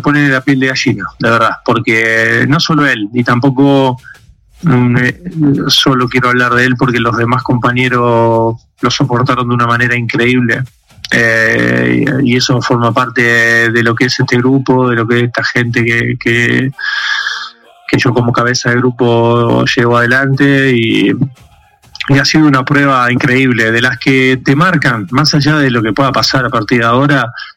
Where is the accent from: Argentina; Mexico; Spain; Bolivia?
Argentina; pero yo creo que los argentinos entendemos que somos esto.